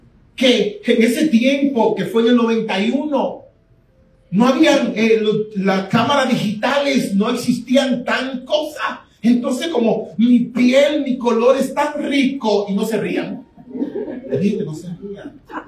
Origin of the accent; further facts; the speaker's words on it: Colombia; Ya tú eres dominicano, yo soy colombiano